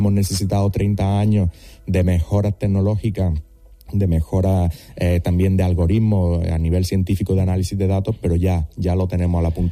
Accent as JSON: {"language": "Spanish", "region": "Andalusia", "country": "Spain", "moved": "as an adult", "said": "en mi tierra, en Andalucía"}